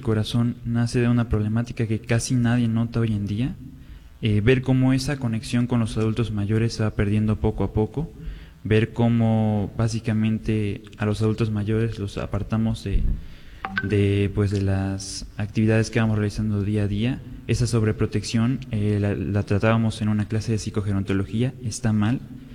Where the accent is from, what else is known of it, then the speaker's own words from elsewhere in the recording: Xochitlán de Vicente Suárez, Puebla, Mexico; De Xochitlán de Vicente Suárez.